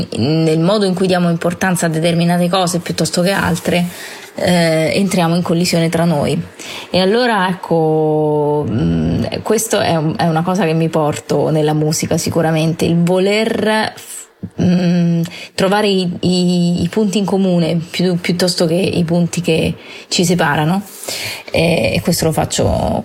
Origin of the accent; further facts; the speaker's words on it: L'Aquila, Abruzzo, Italy; also born or lived in Naples; now in Rome, Italy; sono nata a Napoli, che è una città con delle caratteristiche ben precise, poi sono cresciuta all'Aquila, che è una città con le caratteristiche opposte, e poi mi sono spostata a Roma